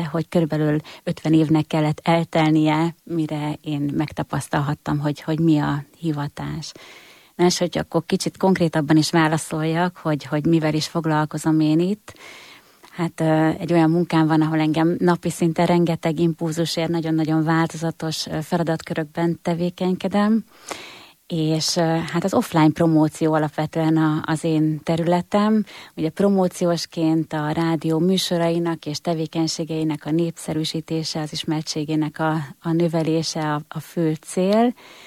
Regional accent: Debrecen, Hajdú-Bihar, Hungary; born there; Debrecenben születtem, két testvérem van, ők ikrek, és egy nagyon-nagyon szerető családban tudtunk felnőni. A hitbe ugyan később, meg a vallásba is később nőttem, vagy növögetek bele a gyerekeimmel együtt

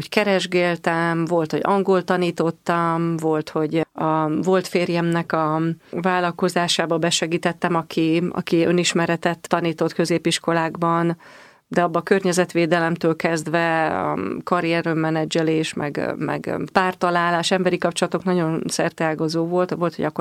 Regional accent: Komló, Baranya, Hungary; Komlón születtem, már jó régen, 54 éves vagyok, és ez ugye egy baranyai kisváros, Pécs vonzás körzetében, de ami a legfontosabb, hogy a Mecsek-hegységben

